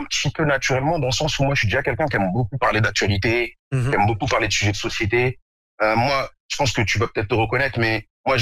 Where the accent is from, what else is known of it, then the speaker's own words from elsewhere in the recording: Morocco; Dès que je leur dis que je suis marocain, ils me regardent.